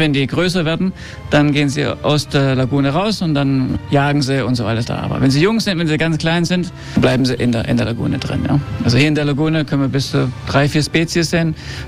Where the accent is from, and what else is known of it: Ibiza, Balearic Islands, Spain; born or raised there